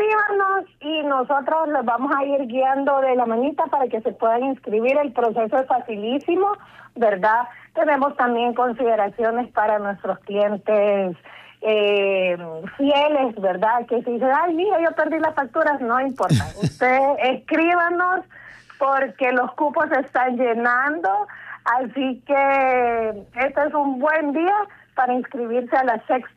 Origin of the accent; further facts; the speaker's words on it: El Salvador; como industria salvadoreña, apoyando a nuestros hermanos salvadoreños.